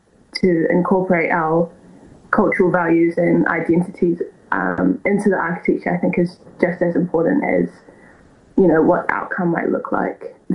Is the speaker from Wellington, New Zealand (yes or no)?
yes; Wainuiomata, Wellington, New Zealand; I grew up in Waniomata, which is a pretty small but like tight-knit community. I grew up with around a lot of my family